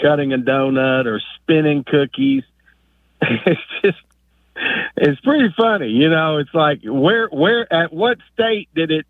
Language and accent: English; Kentucky, United States; Quick backstory, growing up in the South.